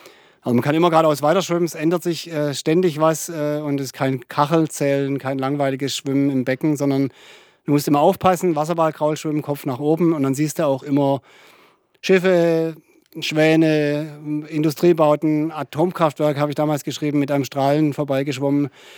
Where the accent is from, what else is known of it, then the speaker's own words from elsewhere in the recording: Ludwigsburg, Baden-Württemberg, Germany; born there; also born or lived in Hörnum, Sylt; ich bin eben in Ludwigsburg unter anderem aufgewachsen, also in Hörnum auf Sylt und in Ludwigsburg.